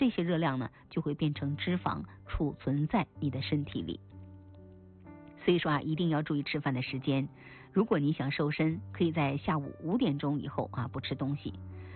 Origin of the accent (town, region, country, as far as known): China